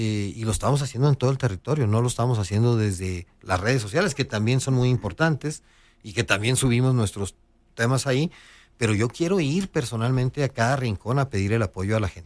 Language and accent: Spanish; Chihuahua, Mexico; los chihuahuenses vamos a estar a recibir muchas encuestas de todo tipo.